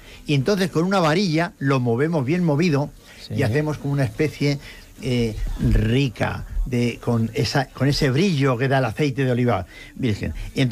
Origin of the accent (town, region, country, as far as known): Toledo, Castilla-La Mancha, Spain